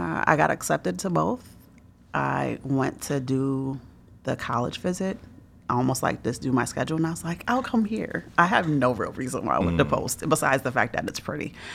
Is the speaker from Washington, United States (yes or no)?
no; Rochester, New York, United States; I am from Rochester.